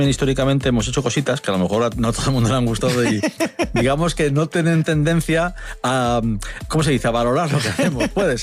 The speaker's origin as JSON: {"language": "Spanish", "country": "Spain", "said": "Es que siempre estamos igual los españoles."}